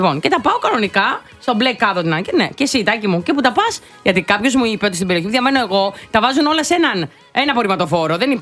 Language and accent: Greek; Peloponnese, Greece; Στα μέρη μου.